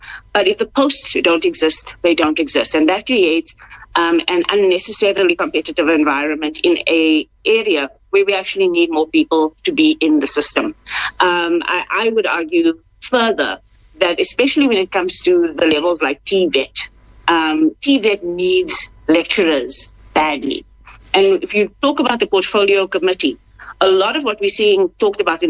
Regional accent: South Africa; as a South African

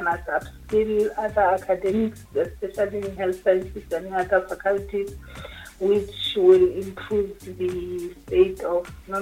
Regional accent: Limpopo, South Africa; Okay, I come from Gapane. That's where my parents are staying

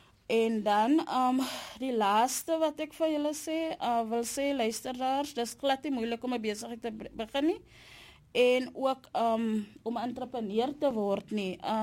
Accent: George, Western Cape, South Africa; now in Oudtshoorn, South Africa; ek is eindelijk van George

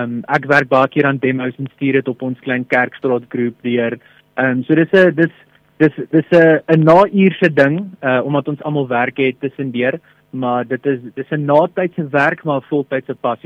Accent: Potchefstroom, North West, South Africa; Ek het in Potch groot geword en ek ken die plek soos die agterkant van my hand

